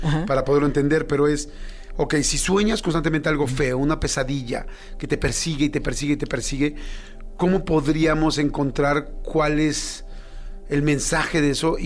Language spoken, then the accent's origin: Spanish; Mexico City, Mexico; Porque Adal es de Monterrey, yo soy de la Ciudad de México, y en Puebla nos dieron chance.